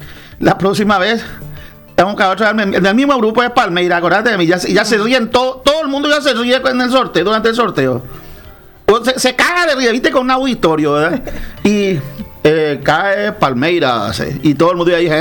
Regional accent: Paraguay; como paraguayos que somos

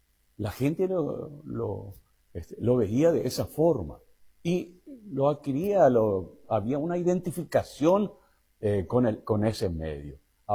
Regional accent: Paraguay; somos así los paraguayos.

